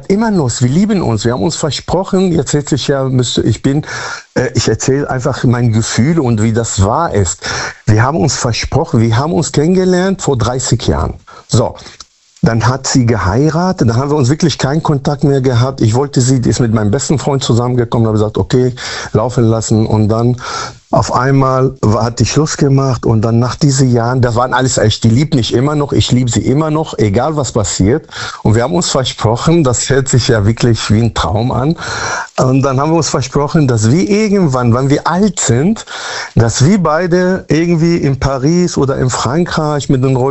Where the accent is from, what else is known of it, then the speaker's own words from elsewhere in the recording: Münster, North Rhine-Westphalia, Germany; Münster-Westfalen.